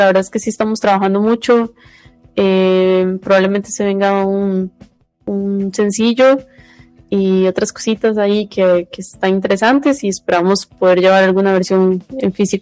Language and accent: Spanish; Costa Rica; Para nosotros, como ticos, México es gigante.